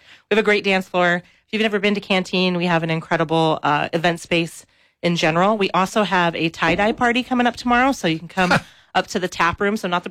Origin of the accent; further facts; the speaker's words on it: Wyoming, United States; I grew up in Wyoming.